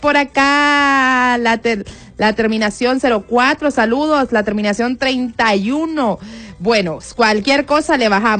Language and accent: Spanish; Honduras